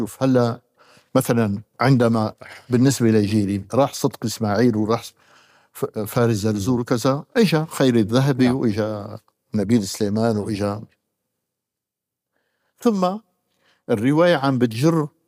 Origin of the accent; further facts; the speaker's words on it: Syria; ما نحلم به أظن كسوريين جميعا